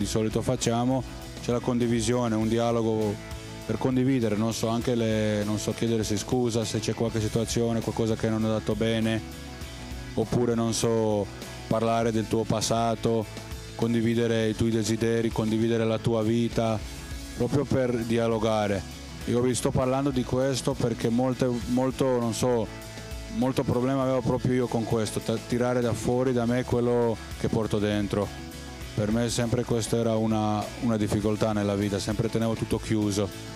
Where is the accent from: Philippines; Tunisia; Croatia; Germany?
Croatia; now in Italy; vengo dalla Croazia, sono alcuni anni che vivo nella questa realtà della comunità Cenacolo.